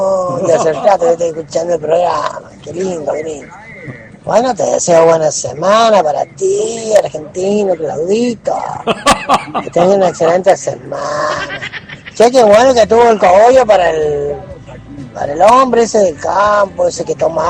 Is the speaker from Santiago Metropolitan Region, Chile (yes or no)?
yes; Santiago, Santiago Metropolitan Region, Chile; born there; de acá, de Chile, hombre. Chile, Santiago. Sí. Yo soy chileno, nacido en Santiago